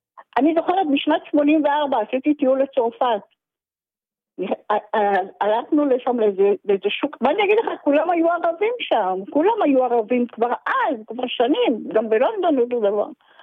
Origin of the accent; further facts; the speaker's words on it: Petah Tikva, Central District, Israel; moved away as an adult; now in Tel Aviv, Israel; אני ילידת פתח תקווה, כל החיים גרתי פתח תקווה, עברתי רק בגלל הבת שלי שגרה כאן